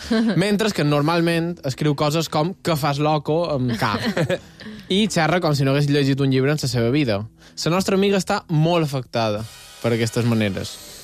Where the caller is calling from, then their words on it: Sencelles, Balearic Islands, Spain; de Sencelles.